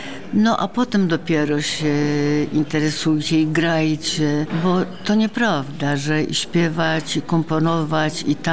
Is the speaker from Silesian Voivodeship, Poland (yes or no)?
no; Solec Kujawski, Kuyavian-Pomeranian Voivodeship, Poland; moved away; also born or lived in Papowo Biskupie; ja się urodziłam co prawda w Papowie Biskupim koło, bo jest to wieś koło Chełmży i Chełmna, ale mając rok, moi rodzice przenieśli się do Solca Kujawskiego i tutaj byłam do roku 40 chyba 7 albo 8